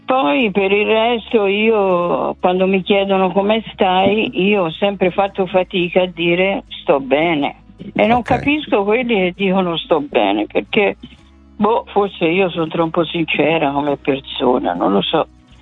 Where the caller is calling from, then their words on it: Piombino, Tuscany, Italy; io non sono mica da Milano, sono da Piombino.